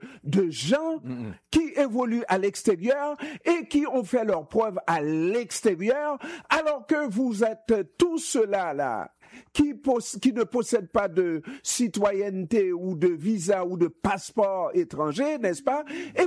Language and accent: French; Haiti; Je suis haïtien, je suis né haïtien et je sais ce que ce pays a fait pour moi, n'est-ce pas? Et moi, je sais ce que je dois à ce pays-là.